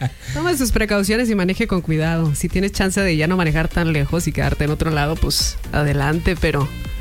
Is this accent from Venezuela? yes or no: no; Mexico; como si no nos conocieras a los mexicanos.